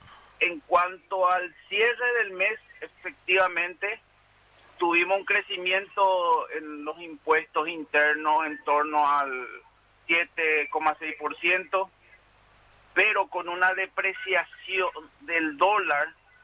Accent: Paraguay; pero como paraguayo confío en el equipo.

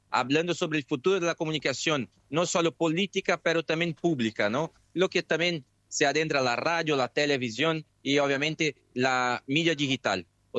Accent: Brazil; Yo soy un brasileño, pero mi papá es brasiguayo, nació en Paraguay, cerca de Santa Rita

